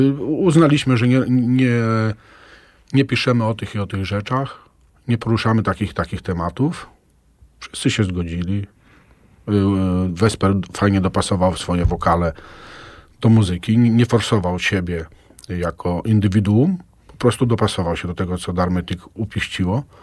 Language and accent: Polish; Aleksandrów Łódzki, Łódź Voivodeship, Poland; Ja Ozorków, tymczasowo, że tak powiem, służbowo, bo ogólnie zawsze byłem, jestem i będę z Aleksandrowa Łódzkiego